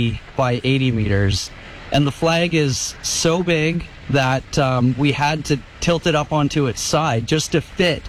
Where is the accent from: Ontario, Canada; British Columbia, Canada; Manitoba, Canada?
British Columbia, Canada; North Vancouver; I grew up on Grouse Mountain. I've been coming up here since I was a tiny little kid.